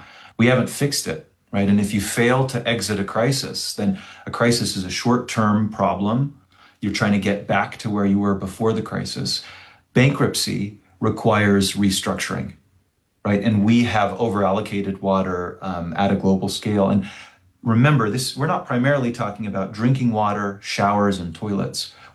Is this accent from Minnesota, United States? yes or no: no; Orem, Utah, United States; Yeah, I grew up in Orem, Utah, just in Utah Valley, about half hour away from Great Salt Lake.